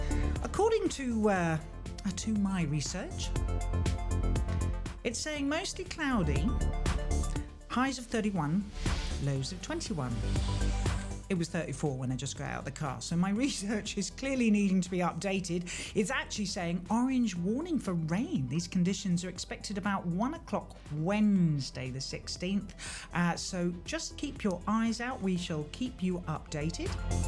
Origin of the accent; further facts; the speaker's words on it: Windsor, South East England, United Kingdom; now in Mallorca, Spain; This is in Windsor area, my hometown. But London area, basically.